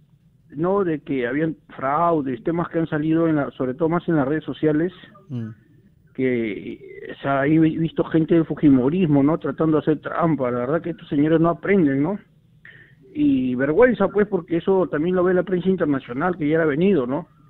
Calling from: San Luis, Lima, Peru; Acá, de San Luis

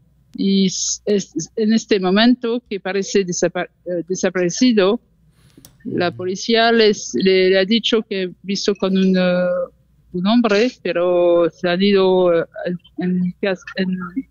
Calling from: France; que estoy ahora mismo en Francia

